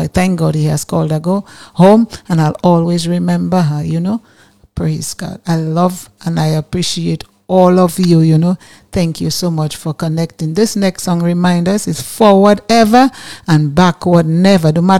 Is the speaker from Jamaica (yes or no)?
no; Mahaut, Dominica; That is my people. I am from there, Maho. And I am proud to say I am from Maho. So those of you in Maho, thank you so much. Maho have different areas. Eh? I am from the Shime Kowe, Kowe's Rest Road area.